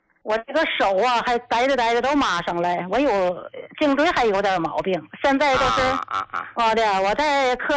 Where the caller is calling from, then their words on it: Qinhuangdao, Hebei, China; 我是秦皇岛的人啊。